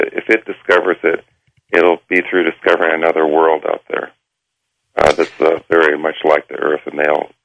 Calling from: Salem, Oregon, United States; I'm calling from Salem, Oregon.

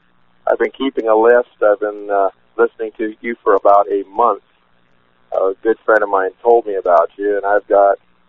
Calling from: Idaho, United States; in Northern Idaho up in the Panhandle.

